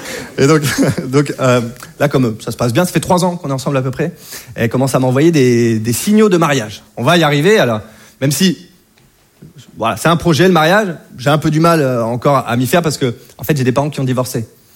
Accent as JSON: {"language": "French", "region": "Hauts-de-France", "country": "France", "lives_now": "Paris, France", "said": "Je viens de Picardie. Et maintenant, je vis à Paris."}